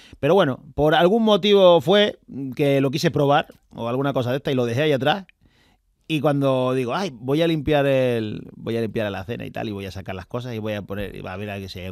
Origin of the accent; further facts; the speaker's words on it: Tenerife, Canary Islands, Spain; aunque yo soy de Tenerife